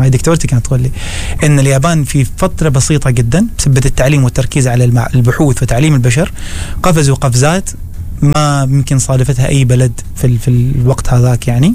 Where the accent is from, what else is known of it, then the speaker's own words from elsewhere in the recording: Oman; also born or lived in Japan; كعمانيين إحنا واجد يهمنا، فأنا قررت إني أرجع عمان